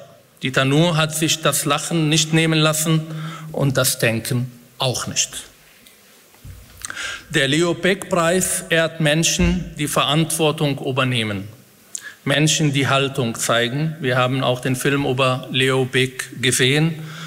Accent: Israel; now in Germany; als Israeli, als Betroffener, als jemand, der aus diesem Land stammt, als Palästinenser, als Moslem, als jemand, der in dieser Gesellschaft seine Heimat gefunden hat

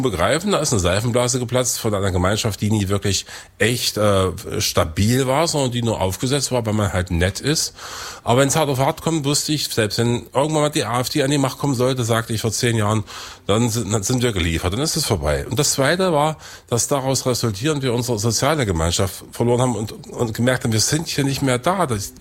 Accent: Weißenfels, Saxony-Anhalt, Germany; also born or lived in Eisleben; Ja, ich bin in Eisleben geboren, in Weißenfels aufgewachsen. Also es ist mein Ursprungsfluidum, diese proletarisch geprägte Kultur des Industriedreieckes.

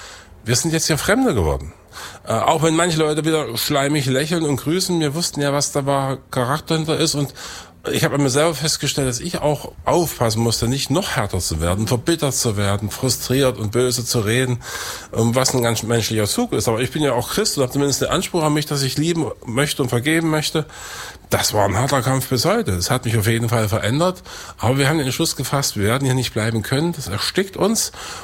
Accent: Weißenfels, Saxony-Anhalt, Germany; also born or lived in Eisleben; Ja, ich bin in Eisleben geboren, in Weißenfels aufgewachsen. Also es ist mein Ursprungsfluidum dieser proletarisch geprägte Kultur des Industriedreieckes.

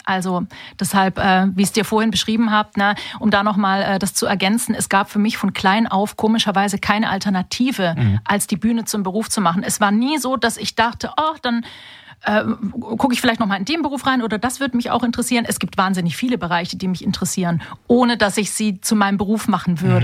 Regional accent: Stuttgart, Baden-Württemberg, Germany; Das war ein Theater in Stuttgart, in meiner Heimat, witzigerweise.

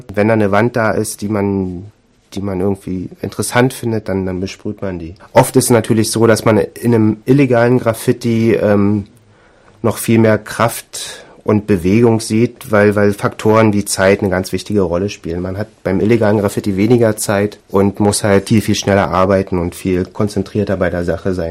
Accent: Berlin, Germany; moved away as an adult; now in Dresden, Germany; ich komme aus Berlin, studiere jetzt hier in Dresden Kunst an der HFBK

